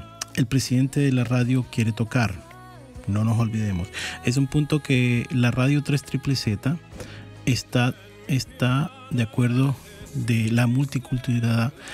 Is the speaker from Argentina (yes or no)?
yes; Argentina; pero el lugar ahí estaba bueno porque para mí como argentino tenía de todo, tenía el alfajor